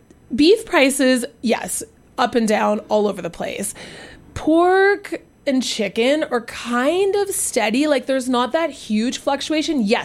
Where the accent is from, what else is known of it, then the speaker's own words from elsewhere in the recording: Hamilton, Ontario, Canada; also born or lived in Grimsby, Ontario / Toronto; I was moving out of the city, and I grew up in farming. So I grew up in Grimsby and Hamilton, and I worked on local farms.